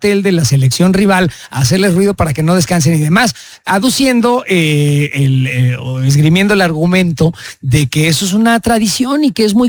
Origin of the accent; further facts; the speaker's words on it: Mexico; seamos lo que somos, mexicanos que estamos orgullosos